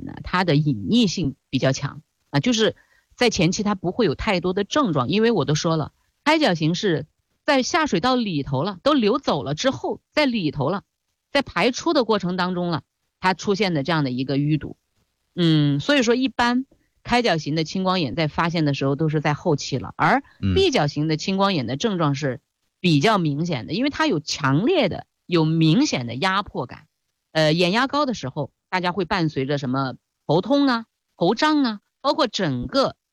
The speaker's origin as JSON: {"language": "Chinese", "country": "China", "said": "我们中国人"}